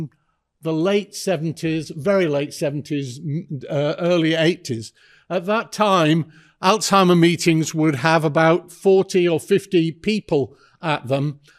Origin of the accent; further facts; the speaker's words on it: England, United Kingdom; but as an Englishman, I certainly did not understand the US funding system.